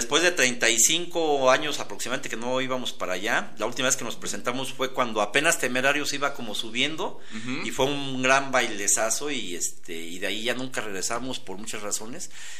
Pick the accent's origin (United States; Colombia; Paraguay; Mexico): Mexico; Zacapu, Michoacán; born there; moved away; Somos de Zacapu